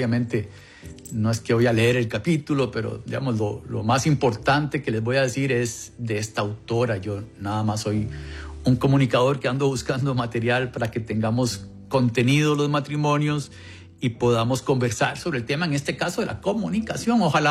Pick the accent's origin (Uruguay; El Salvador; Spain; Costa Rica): Costa Rica; Todos mis abuelos son de ahí, ¿verdad? Ya mis papás son de Costa Rica y yo también